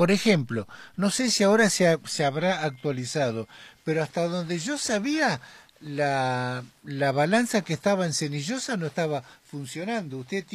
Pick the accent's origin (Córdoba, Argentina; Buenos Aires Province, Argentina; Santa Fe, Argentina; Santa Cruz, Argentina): Buenos Aires Province, Argentina; Laprida; born there; moved away; cuando suelo ir a mi pueblo, a La Prida, en la provincia de Buenos Aires